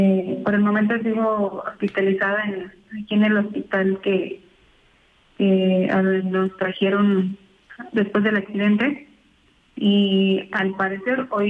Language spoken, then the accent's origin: Spanish; Ciudad Acuña, Coahuila, Mexico; also born or lived in Monterrey, Nuevo León; yo sí soy originaria de Monterrey, pero yo vivo en Acuña, Coahuila. Toda mi vida he vivido en Acuña, Coahuila, que precisamente venía de Piedra Negra, Coahuila, aquí a Monterrey.